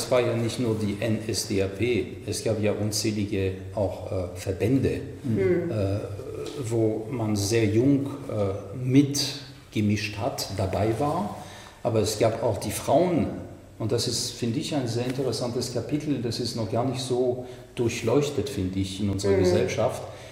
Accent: Munich, Bavaria, Germany; In München, wo ich herkomme, da waren sie sehr aktiv natürlich.

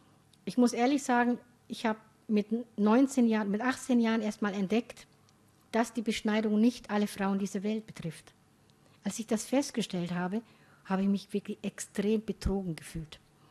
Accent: Somalia; German is a second language; now in Germany; Ich bin in Hemd und Hose, als Nomadin in kleines Tuch, aber sonst bin ich in Hemd und Hose aufgewachsen. Ich hatte ein Uniform in der Schule, wir hatten Kopftuchverbot 1974 in jeglichen Gebäuden

